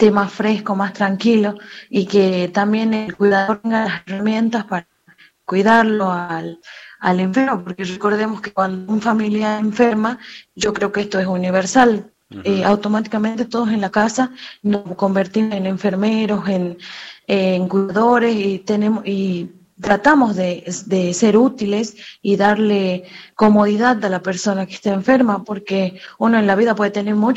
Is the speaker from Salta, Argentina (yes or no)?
yes; Santa Victoria Este, Salta, Argentina; moved away as an adult; now in Salta, Argentina; Yo soy de Santa Victoria Este, soy de una de las comunidades Huichí, y estoy estudiando acá en la sede central de la universidad.